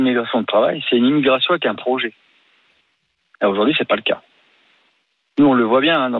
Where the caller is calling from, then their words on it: France; moi je suis français